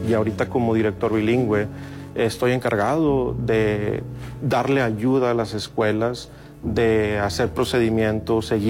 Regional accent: Zaragoza, Coahuila, Mexico; Pero yo soy originario de Zaragoza, Coahuila. Ahí fui criado. Mi familia es de ahí. Tenemos nuestras bases muy sólidas y arraigadas en Zaragoza. Ahí cursé hasta secundaria.

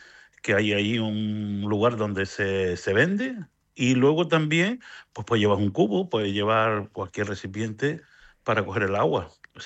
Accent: Lomo Magullo, Canary Islands, Spain; porque yo como nací y vivo en Lomo Magullo, conozco bien la fiesta y bueno, desde chiquillo la he disfrutado.

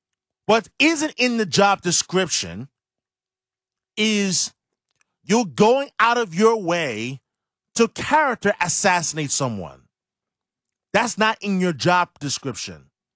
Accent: New York, United States; moved away; growing up in New York.

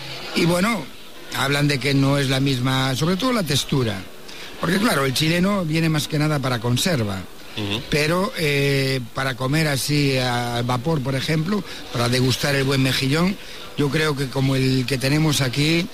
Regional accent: Galicia, Spain

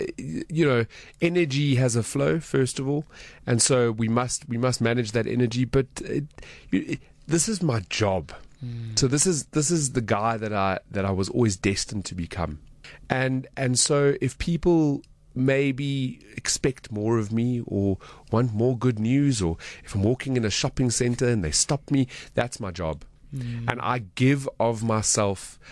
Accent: Alberton, Gauteng, South Africa; I grew up in Alberton, a great upbringing. Alberton is a beautiful, beautiful place in Johannesburg to raise a family. I would know, because my parents did it. But after sort of school and whatever, I moved out

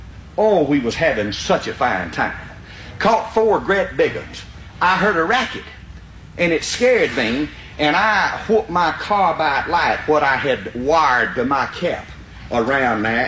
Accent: Liberty, Mississippi, United States; I come from Route 4, Liberty, Mississippi. Now, that's 12 miles west of Macomb, Mississippi, 65 miles due northeast of Baton Rouge, Louisiana, and 116 miles due north

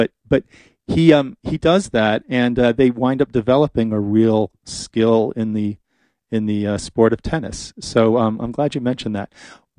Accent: New Jersey, United States; I don't remember wildfires in Canada as a kid, like being a thing grown in New Jersey.

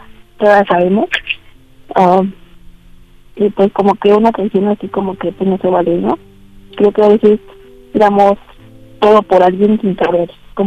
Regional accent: Magdalena Contreras, Mexico City, Mexico; 31 años y soy la Magdalena Contreras.

